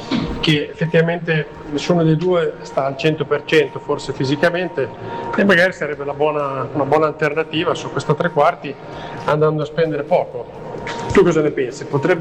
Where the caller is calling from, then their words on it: Canary Islands, Spain; da Tenerife.